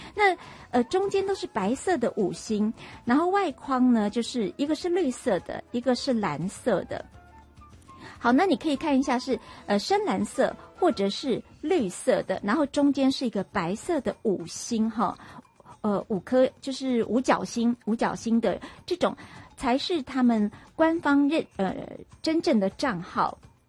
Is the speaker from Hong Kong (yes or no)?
no; Taiwan; 我们台湾人非常非常高度使用赖这个软体